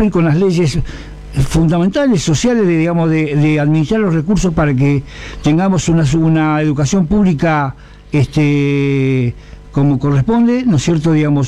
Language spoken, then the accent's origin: Spanish; Argentina; now in Casilda, Argentina; ciudadanos argentinos